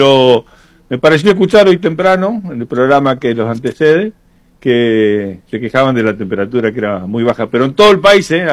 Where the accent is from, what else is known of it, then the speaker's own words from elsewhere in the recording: Patagonia, Argentina; mi tierra ahí con 5, 6, 7, 10 grados